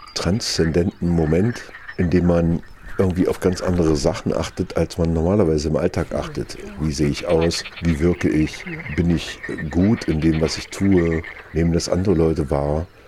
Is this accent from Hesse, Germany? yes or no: no; Bavaria, Germany; now in Halle, Germany; Der Frank, die Arela und ich, wir sind aus Halle nach Franken gefahren. Denn wie das so ist, wenn Menschen sozusagen in Städten irgendwann mal ihre Jobs bekommen, dann ist man ja so zusammengewürfelt und hat natürlich trotzdem irgendwie eine Herkunft, also wo man auch aufgewachsen ist.